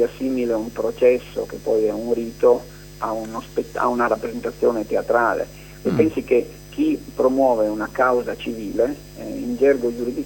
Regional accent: Grado, Friuli-Venezia Giulia, Italy; now in Turin, Italy; io sono figlio di friulani trapiantati a Grado e quindi gradese da quando avevo 2 anni. Sono molto legato a Grado, in questo momento sono a Grado, ci vengo una volta al mese e trascorro qui poi le ferie estive, ma sono anche molto legato al Friuli

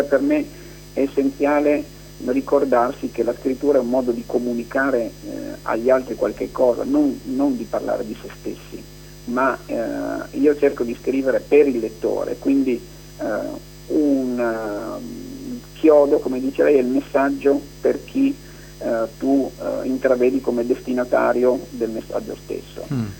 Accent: Grado, Friuli-Venezia Giulia, Italy; now in Turin, Italy; io sono figlio di friulani trapiantati a Grado e quindi gradese da quando avevo 2 anni. Sono molto legato a Grado, in questo momento sono a Grado, ci vengo una volta al mese e trascorro qui poi le ferie estive, ma sono anche molto legato al Friuli

